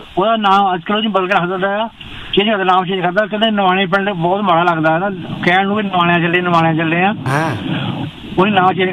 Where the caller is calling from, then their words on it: Patiala, Punjab, India; ਮੇਰਾ ਪਿੰਡ ਵੈਸੇ ਮੈਂ ਪਟਿਆਲੇ ਤੋਂ ਹਾਂ, ਸਾਡਾ ਪਿੰਡ ਦਾ ਨੇਪਰਾ, ਬੂਆ, ਕੁਰੀਖੇੜਾ, ਸ਼ੰਭੂ ਹੈ ਨਾ, ਟੇਪਲ, ਇਹੋ ਜਿਹੇ ਨਾਂ ਨੇ।